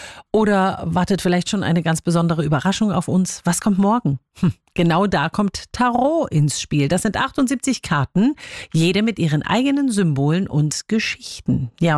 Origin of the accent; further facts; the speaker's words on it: Ilmenau, Thuringia, Germany; Band zu Gast in der Ilmenauer Festhalle in meiner Heimatstadt